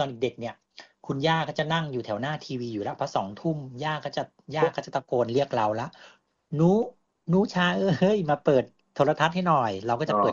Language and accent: Thai; Sukhothai, Thailand; ผมเกิดและเติบโตที่จังหวัดสุโขทัยครับ